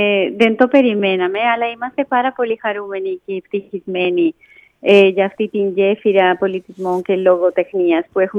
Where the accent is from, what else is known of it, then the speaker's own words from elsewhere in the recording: Colombia; moved away; Εγώ είμαι από την Κολομβία.